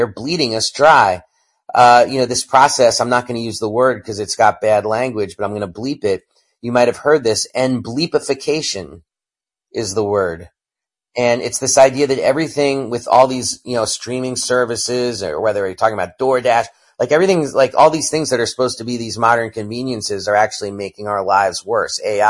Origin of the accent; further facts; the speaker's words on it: New York City, New York, United States; I'm from New York City. It had been 51 years.